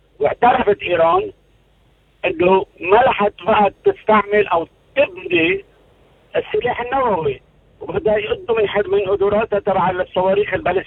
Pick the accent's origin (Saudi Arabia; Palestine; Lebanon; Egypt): Lebanon; وأنا ما نفرقني معي إذا بتنتصر أمريكا ولا بتنتصر إيران، لأنه هذا آخر همي كلبناني يعني.